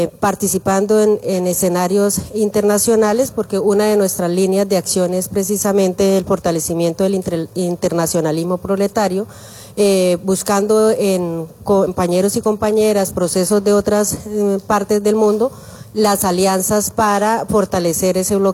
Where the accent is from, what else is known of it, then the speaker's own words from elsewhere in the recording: Colombia; yo vengo de Colombia